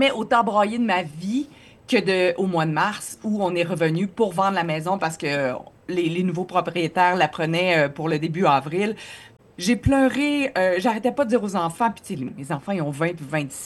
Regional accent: Joliette, Quebec, Canada; Moi, je suis native de Joliette. Mon père habite toujours là.

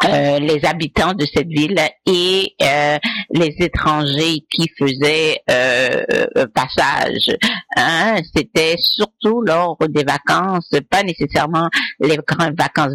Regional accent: Miragoâne, Nippes, Haiti; je parle pour ma ville natale, Miragoâne, c'est peut-être la même chose pour les autres villes de province

